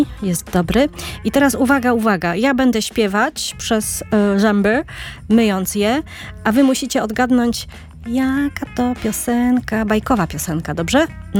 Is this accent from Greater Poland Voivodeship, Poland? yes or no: yes; Poznań, Greater Poland Voivodeship, Poland; nie dlatego, że jestem z Poznania